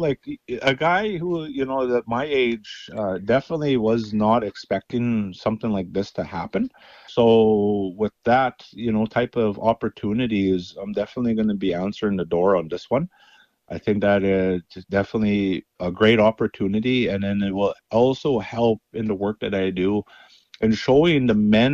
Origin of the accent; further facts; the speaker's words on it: Canada; I'm originally from Fly and Dust First Nation